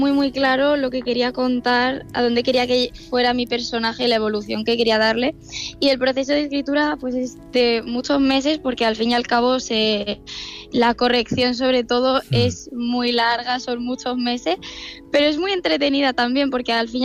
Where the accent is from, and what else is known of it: Murcia, Region of Murcia, Spain